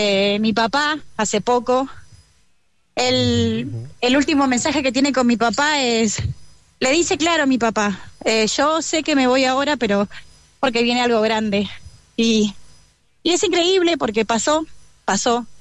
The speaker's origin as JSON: {"language": "Spanish", "country": "Paraguay", "said": "No, nosotros somos paraguayos. Mi mamá le inculcó siempre todo lo que es las raíces."}